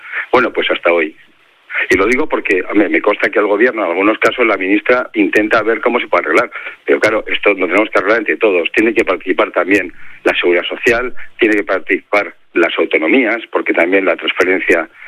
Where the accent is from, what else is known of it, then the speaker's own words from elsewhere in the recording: Basque Country, Spain; donde más absentismo hay en España es en mi tierra, en el País Vasco.